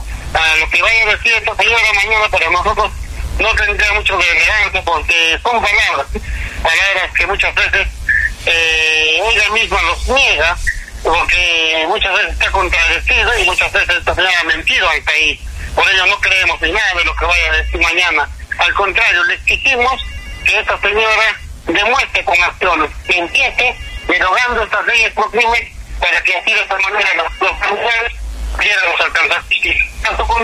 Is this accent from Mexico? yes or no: no; Peru; nosotros como peruanos